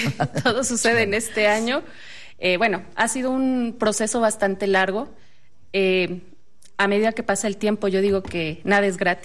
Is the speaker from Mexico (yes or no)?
yes; Mexico; Soy la primera mexicana, tengo una gran responsabilidad sobre mis hombros y con Adriana, porque no solamente represento a México, represento a toda Latinoamérica.